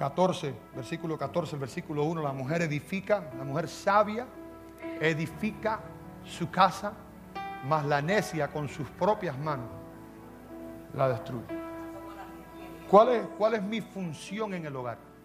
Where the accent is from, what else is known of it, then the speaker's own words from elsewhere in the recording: Cuba; moved away; como decían en mi país, en Cuba dicen el asadón